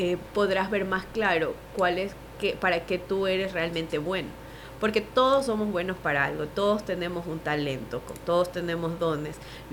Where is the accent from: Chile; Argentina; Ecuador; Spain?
Ecuador; para quienes somos de Ecuador.